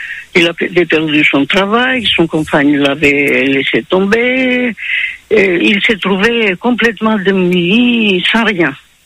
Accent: Greece; French is a second language; now in France; Écoutez, je suis d'origine grecque.

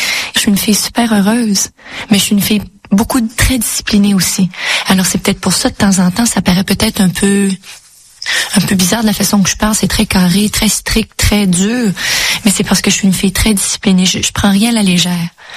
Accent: Quebec, Canada; Moi, je suis québécoise.

